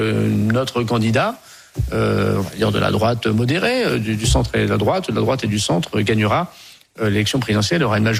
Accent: Hauts-de-France, France; Je suis du Nord-Pas-de-Calais, je suis pétri de ce catholicisme social-là.

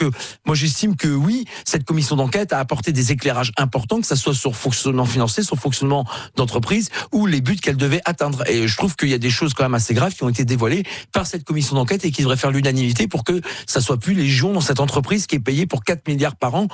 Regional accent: Hauts-de-France, France; même si je suis du Nord

